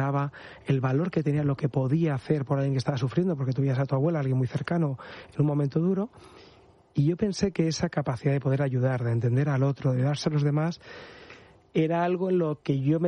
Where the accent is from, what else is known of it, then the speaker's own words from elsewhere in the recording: Madrid, Community of Madrid, Spain; Pues sí, yo nací en Madrid, mi familia, desde que nacimos mi hermano y yo, vivimos en Madrid.